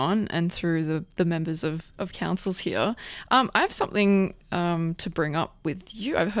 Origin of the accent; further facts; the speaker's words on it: Northern Beaches, New South Wales, Australia; I'm not from this LGA, I'm from the Northern Beaches, so it's been nice to get to know the area that I'm in now